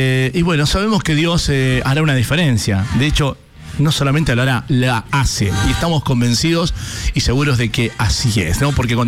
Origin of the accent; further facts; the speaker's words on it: Mendoza, Argentina; Y es cierto, yo a mí, de verdad, no lo digo porque soy mendocino.